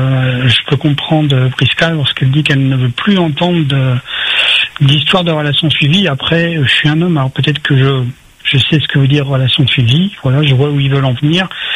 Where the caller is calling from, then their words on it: Southern France, France; Je suis du Sud.